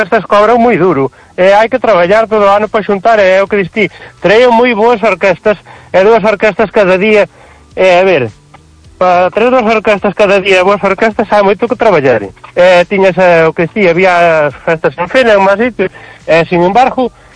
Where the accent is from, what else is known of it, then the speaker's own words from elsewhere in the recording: Fene, Galicia, Spain; eu son de Fene, maniños, viví moitos anos a la...